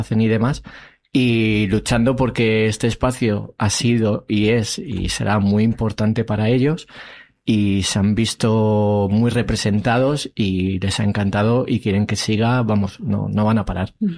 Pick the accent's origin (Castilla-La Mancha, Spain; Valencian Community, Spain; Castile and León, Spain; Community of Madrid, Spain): Community of Madrid, Spain; Leganés; yo vengo de Leganés